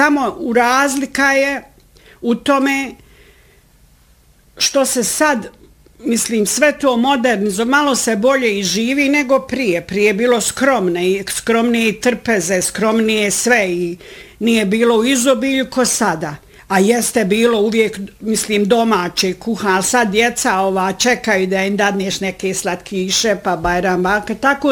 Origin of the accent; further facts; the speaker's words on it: Vogošća, Federation of Bosnia and Herzegovina, Bosnia & Herzegovina; ja sam inače i rodom iz Vogošće, a u Vogošće ovdje sam se i udata.